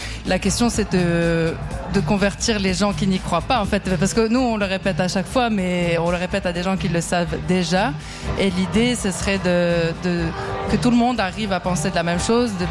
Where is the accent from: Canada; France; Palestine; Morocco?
Morocco; also born or lived in Switzerland; Moi, je viens du Maroc, donc c'est plutôt origan, voilà.